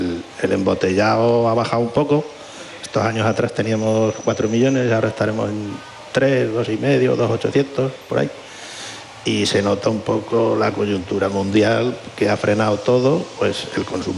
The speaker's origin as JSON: {"language": "Spanish", "town": "Graja de Iniesta", "region": "Castilla-La Mancha", "country": "Spain", "said": "yo soy de Cuenca."}